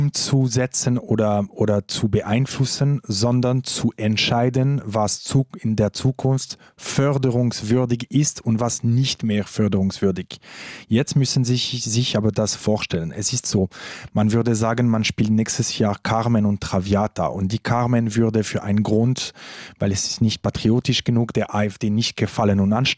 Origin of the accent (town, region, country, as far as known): Romandy, Switzerland; now in Saxony-Anhalt, Germany